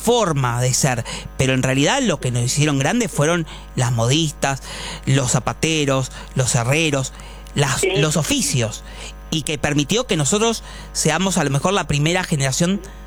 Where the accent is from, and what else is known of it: Argentina